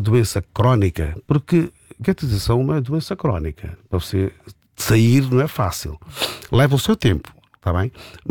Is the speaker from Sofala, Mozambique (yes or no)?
yes; Beira, Sofala, Mozambique; born there; Nasci na Beira. Eu nasci na melhor cidade do mundo